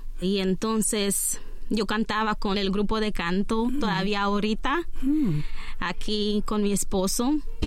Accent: Romania; first language Romanian; Spanish is a second language; moved away; Yo soy de Rumania. Mi primer idioma no es español, es rumano. Yo nací dentro de una familia cristiana donde mis abuelos son pastores en una iglesia.

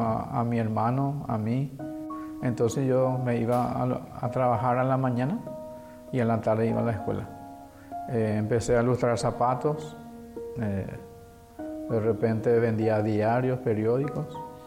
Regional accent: Asunción, Paraguay; Crecí en Asunción. Somos 7 en mi familia. Yo soy el segundo. 5 varones, 2 nenas, papá y mamá.

